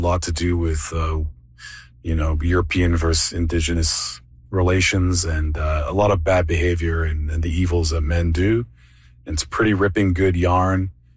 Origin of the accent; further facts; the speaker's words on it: Saskatoon, Saskatchewan, Canada; I'm the singer and guitar player from … We're from Saskatoon, Saskatchewan.